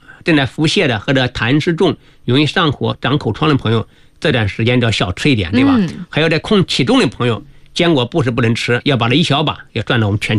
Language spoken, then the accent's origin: Chinese; Hubei, China; 我们湖北不有襄阳牛肉面